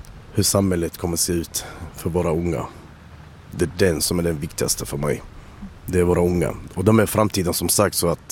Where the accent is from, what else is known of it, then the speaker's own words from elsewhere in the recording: Kristianstad, Skåne, Sweden; Det där uppe är Albegatan 41 högst upp. Det var där jag växte upp.